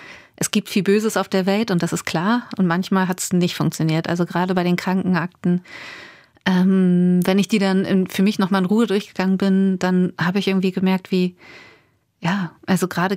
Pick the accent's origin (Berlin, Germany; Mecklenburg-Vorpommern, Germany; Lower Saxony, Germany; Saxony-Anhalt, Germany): Lower Saxony, Germany; Oldenburg; moved away; meine eigene Erinnerung zu meiner Kindheit und Jugend in Oldenburg